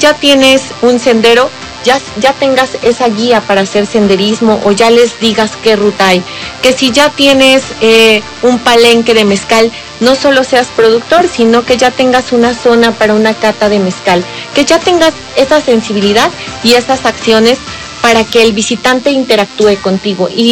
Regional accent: Puebla, Mexico; es poblana.

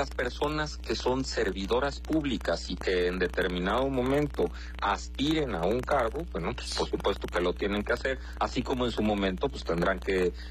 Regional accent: Veracruz, Mexico; now in Guerrero, Mexico; tenemos ya un tiempo estando aquí en Guerrero. Efectivamente, yo no soy originario de aquí, soy de Veracruz

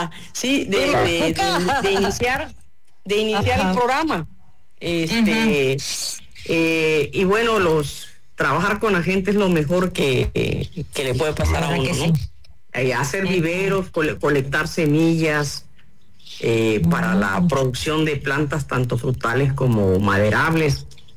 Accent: Balancán, Tabasco, Mexico; Híjole, pues mira, decirte que soy de Balancán.

